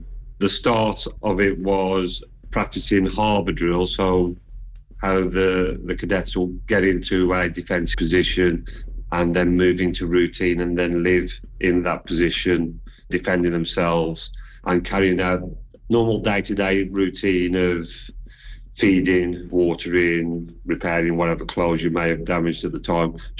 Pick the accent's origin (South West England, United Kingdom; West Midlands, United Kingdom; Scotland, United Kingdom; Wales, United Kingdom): West Midlands, United Kingdom; So I am Black Country. I'm on the edge of Walsall and Wolverhampton, so just that bit where the M6 runs through the middle.